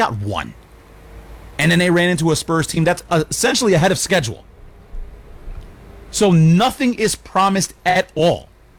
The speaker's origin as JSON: {"language": "English", "town": "Chicago", "region": "Illinois", "country": "United States", "moved": "yes", "lives_now": "New York, United States", "said": "I've lived in New York for 20 plus years. I'm from Chicago. By the way"}